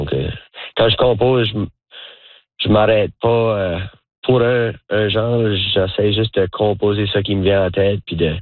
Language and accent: French; Fall River, Nova Scotia, Canada; moved away as an adult; also born or lived in Wolfville, Canada / Halifax, Canada; now in Campbellton, Canada; J'ai été élevé à Nouvelle-Écosse par mes parents francophones du Nouveau-Brunswick. On était dans une communauté anglophone à Fall River, Nouvelle-Écosse.